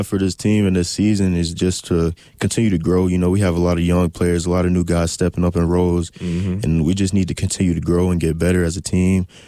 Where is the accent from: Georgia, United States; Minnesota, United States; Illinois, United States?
Georgia, United States; Tallapoosa; born there; moved away as an adult; I started playing football when I was 7 years old. Little rec team in my town, Tallapoosa Red Devils.